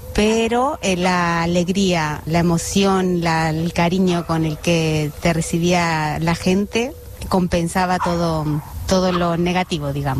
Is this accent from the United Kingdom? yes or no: no; Patagonia, Argentina; now in Mataró, Spain; sóc de la Patagònia Argentina, però visc a Mataró.